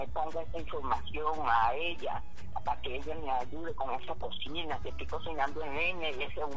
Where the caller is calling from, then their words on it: Venezuela; De aquí, del Rosario.